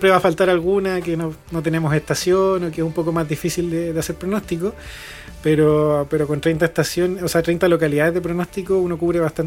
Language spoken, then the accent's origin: Spanish; Santiago, Santiago Metropolitan Region, Chile